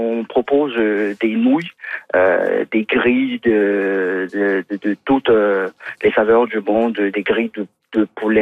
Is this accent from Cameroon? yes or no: yes; Douala, Littoral, Cameroon; now in Quebec, Canada; Moi, je suis originaire du Cameroun, en Afrique centrale.